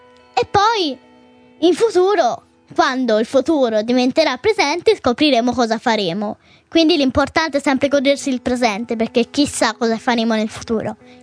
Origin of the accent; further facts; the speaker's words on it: Carrara, Tuscany, Italy; Io sono di Carrara.